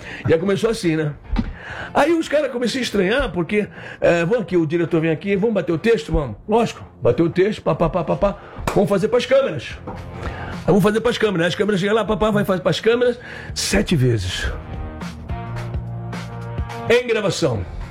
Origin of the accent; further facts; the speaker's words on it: Santos, São Paulo, Brazil; sou santista, time, cidade, coração.